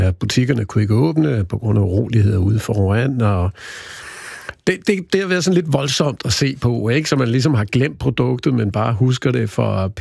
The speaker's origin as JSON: {"language": "Danish", "town": "Næstved", "region": "Zealand", "country": "Denmark", "said": "Nej, jeg er fra Næstved"}